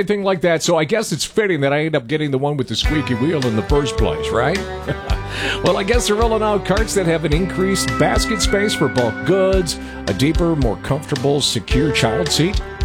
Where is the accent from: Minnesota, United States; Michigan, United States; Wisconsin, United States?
Minnesota, United States; Minneapolis; and I grew up in Southwest Minneapolis, that's the headquarters for Target